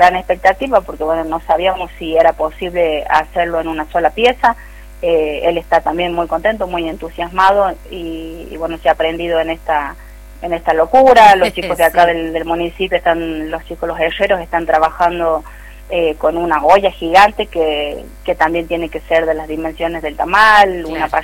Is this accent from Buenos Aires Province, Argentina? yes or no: no; Los Varela, Catamarca, Argentina; la mayoría somos de aquí, de los Varela